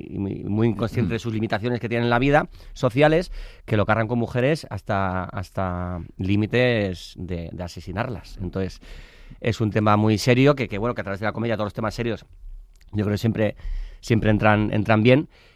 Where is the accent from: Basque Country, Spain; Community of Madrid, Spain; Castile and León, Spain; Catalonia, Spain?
Basque Country, Spain; Y yo soy muy friolero. Soy vasco, sí